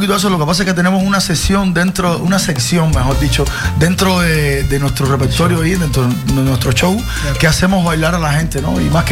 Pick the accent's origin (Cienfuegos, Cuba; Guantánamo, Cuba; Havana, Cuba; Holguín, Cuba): Cienfuegos, Cuba; moved away; Yo soy de una ciudad que queda al centro sur de Cuba, se llama Cienfuegos. La perla del sur, le dicen a mi ciudad.